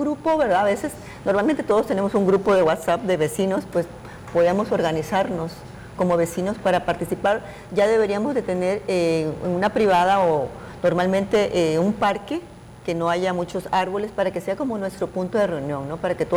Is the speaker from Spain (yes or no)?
no; Mexico; todos como mexicanos, todos participemos en estos ejercicios de evacuación.